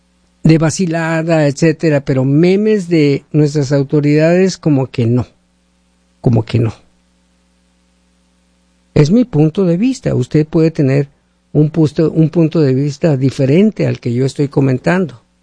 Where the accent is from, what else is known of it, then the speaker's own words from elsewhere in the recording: Mexico; moved away; Obvio que soy mexicano y respeto a la presidenta de México, Claudia Sheinbaum